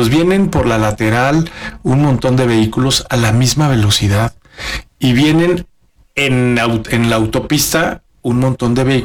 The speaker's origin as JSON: {"language": "Spanish", "country": "Mexico", "said": "Pero nos justificamos diciendo, así somos los mexicanos."}